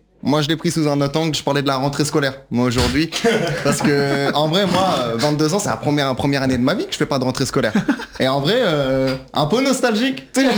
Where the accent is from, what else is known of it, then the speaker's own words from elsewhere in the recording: Brittany, France; moi je suis breton moi à la base.